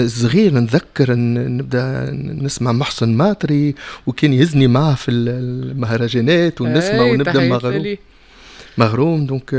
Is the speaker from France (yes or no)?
yes; France; Arabic is a second language; now in Tunisia; واميني كنت مولود في فرنسا, عشت في فرنسا, تو عندي برسك 20 سنين نعيش في تونس. وعلاش التونسي متاعي مكسر؟